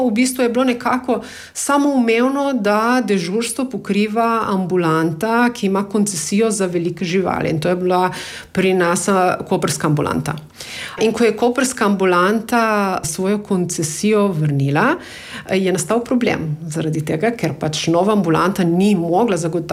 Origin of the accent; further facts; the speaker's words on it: Slovenian Littoral, Slovenia; smo pač Primorci edini